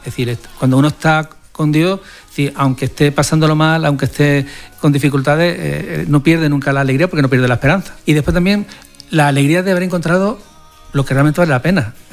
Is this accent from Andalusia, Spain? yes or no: yes; Málaga, Andalusia, Spain; Para mí es mi tierra y mi origen, ¿no? Pero sobre todo me ha dejado muy buen gusto, ¿no? Porque realmente uno ve, ¿no? Lo que es la generosidad y sobre todo el cariño de la gente de Málaga.